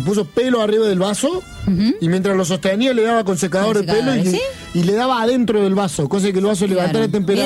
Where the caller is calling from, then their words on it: Alta Gracia, Córdoba, Argentina; de Altagracia. En esa época vivía en Córdoba.